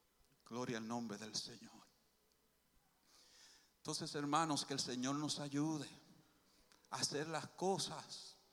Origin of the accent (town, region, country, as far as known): Dominican Republic